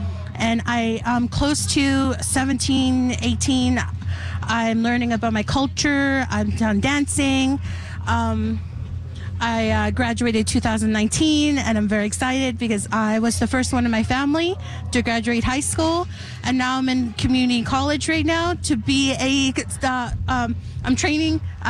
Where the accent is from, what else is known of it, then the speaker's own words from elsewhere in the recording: Pukatawagan, Manitoba, Canada; I'm from Pukkotawagan.